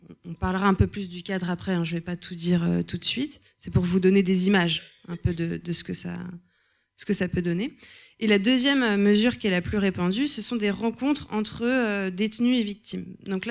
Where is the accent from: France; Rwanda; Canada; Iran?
France; moved away as an adult; now in Belgium; Donc, je suis revenue en France, où j'ai grandi, puisque donc là je travaille en Belgique, mais je suis française à la base.